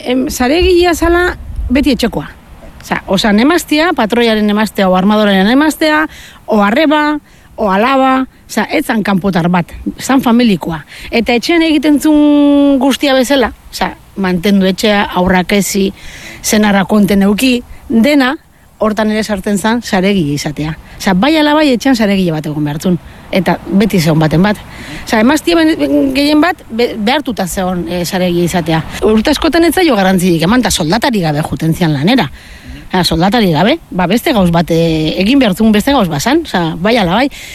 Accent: Pasaia, Basque Country, Spain; ni berez San Juan dara naiz, San Juanen jaio nintzen

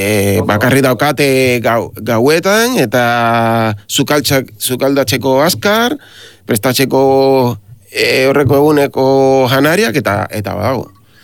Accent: Havana, Cuba; moved away as an adult; now in Spain; ni 50 urte ditut, jaio nintzen Kuban, noski, eta Habanan jaio nintzen, eta bueno, ni profesionala naiz, osea, Kuban ikasi dut nire, bueno, egin dut nire bizitza profesional osoa, eta Euskal Herrira etorri nintzen orain dela gutxi

